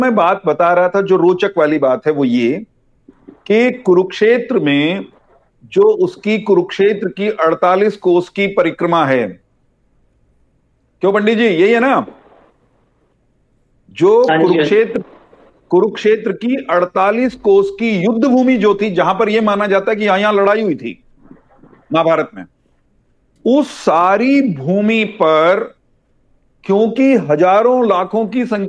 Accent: Gondar, Haryana, India; born there; मेरे गांव गोंदर

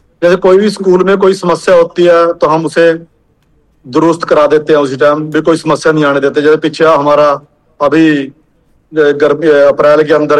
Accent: Kurukshetra district, Haryana, India; मेरे गांव का नाम हरिगढ़ बोरक है जी, ब्लॉक प्योवा जी, डिस्ट्रिक्ट कुलक्षेत्र सर।

